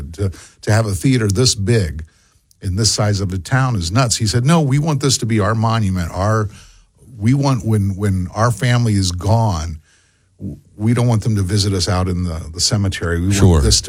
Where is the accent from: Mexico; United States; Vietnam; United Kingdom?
United States; Ohio; And I'm from Northwest Ohio, and the city that I was born and raised, they had three of them.